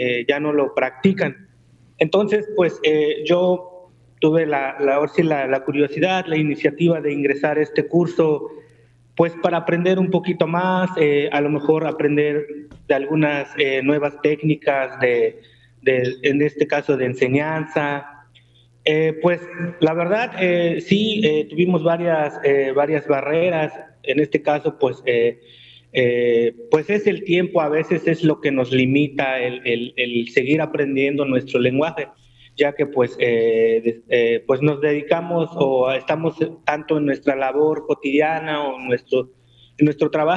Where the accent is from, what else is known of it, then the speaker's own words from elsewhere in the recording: Mecatlán, Veracruz, Mexico; first language Totonac; Spanish is a second language; now in Coyutla, Mexico; soy originario de aquí de la Sierra del Totonacapan, específicamente del municipio de Mecatlán, pero ahorita me encuentro laborando aquí en el municipio de Coyutla, Veracruz.